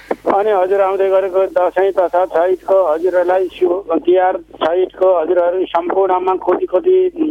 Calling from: Itahari, Koshi Province, Nepal

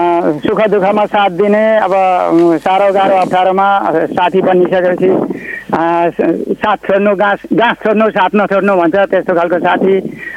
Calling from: Koshi Province, Nepal; म यता मोरङबाट … मोरङको रकमा

